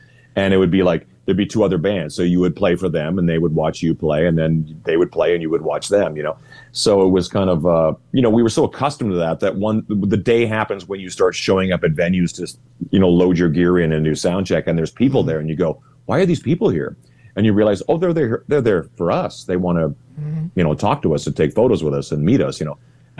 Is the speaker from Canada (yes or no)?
yes; Manitoba, Canada; born there; also born or lived in Saskatchewan; We grew up, I was born in Saskatchewan, but we immediately moved up to northern Manitoba.